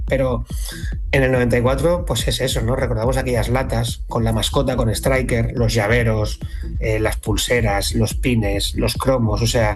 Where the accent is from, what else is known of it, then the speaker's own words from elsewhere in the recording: Barcelona, Catalonia, Spain; soy de Barcelona, también con familia y pueblo en Cuenca.